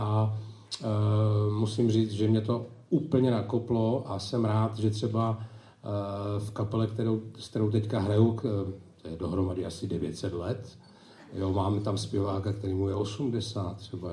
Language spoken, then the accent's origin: Czech; Ostružná, Olomouc Region, Czechia; jsem jeseničák a víceméně svoje mládí jsem strávil v Petříkově v Ostružné a na horách a mám k tomu velmi kladný vztah.